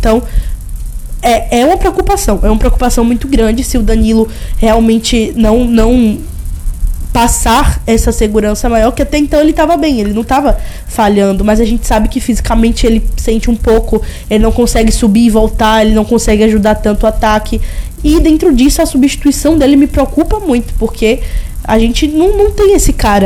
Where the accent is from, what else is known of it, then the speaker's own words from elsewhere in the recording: Brazil; eu sou brasileira